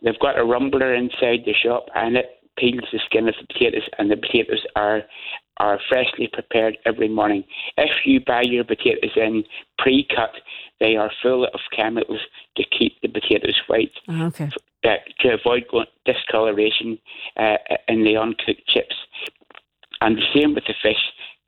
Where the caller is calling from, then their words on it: Belfast, Northern Ireland, United Kingdom; I'm a second generation potato merchant just outside Belfast